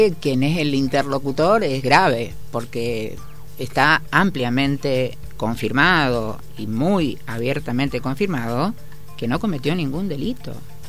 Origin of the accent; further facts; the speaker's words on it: Argentina; nosotros nos hemos acostumbrado, porque somos argentinos